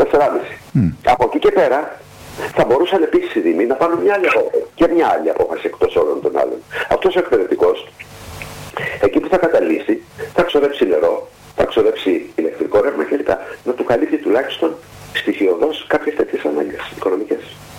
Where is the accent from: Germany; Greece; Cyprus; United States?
Greece; Serres, Central Macedonia; Γιατί εμένα να με φέρνει από τις Σέρες στην Άξο, από τη στιγμή που στο χωριό μου πηγαίνει κάποιον άλλον